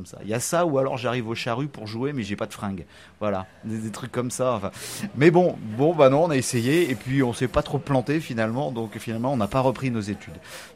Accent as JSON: {"language": "French", "town": "Brest", "region": "Brittany", "country": "France", "tie": "born or raised there", "also_born_or_lived": "Plougastel / Quimper"}